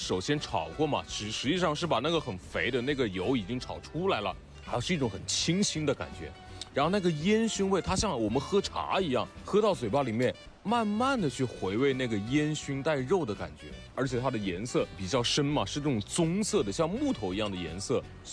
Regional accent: Changsha, Hunan, China; 作为一个长沙人，鸭子吃的太多了

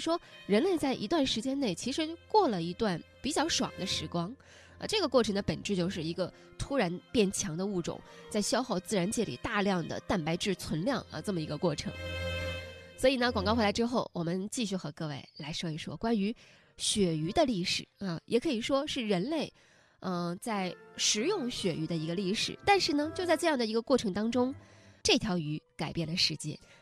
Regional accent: China; 我们中国人

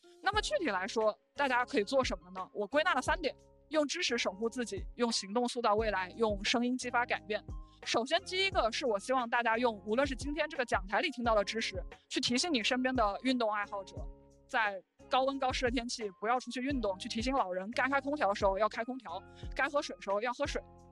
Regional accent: Huanggang, Hubei, China; 我出生在湖北黄冈，是一个长江边上的小城。

